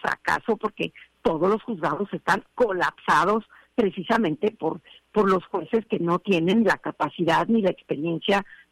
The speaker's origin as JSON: {"language": "Spanish", "country": "Mexico", "said": "estamos en la mejor disposición de trabajar por nuestro México"}